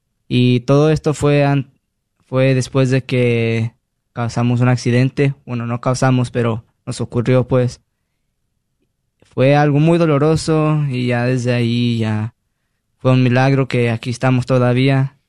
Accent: Sacramento, California, United States; Yo crecí aquí en el sur de Sacramento, para ser exacto, ahí viví durante toda mi vida hasta ahorita

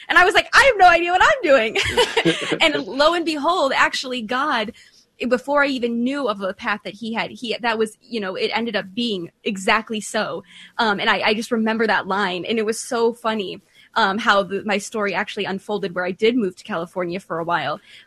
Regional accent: Ireland; I'm Irish. He's Irish.

